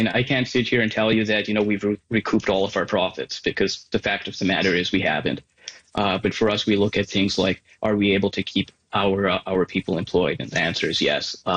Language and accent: English; Canada; as a Canadian myself, which, you know, there is a little bit of hard feelings involved